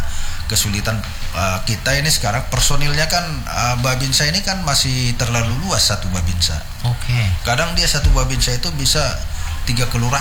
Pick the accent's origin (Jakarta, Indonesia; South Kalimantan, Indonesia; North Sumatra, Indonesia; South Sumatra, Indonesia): North Sumatra, Indonesia; Medan; moved away as an adult; now in East Kalimantan, Indonesia; seperti saya juga orang Medan